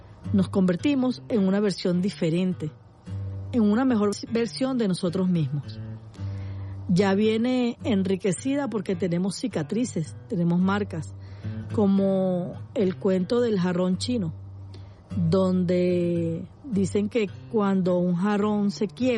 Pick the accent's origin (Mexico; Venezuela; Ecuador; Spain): Venezuela; En vez de estarnos preguntando como venezolanos, ¿por qué a nosotros?